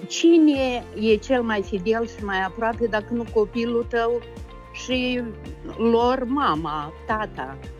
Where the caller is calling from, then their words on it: Hîrtopul Mare, Criuleni District, Moldova; Din Hârtopul Mare.